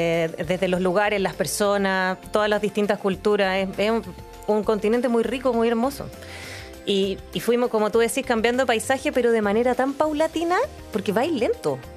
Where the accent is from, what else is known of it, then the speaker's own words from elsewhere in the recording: Chile; Renata y yo somos chilenas.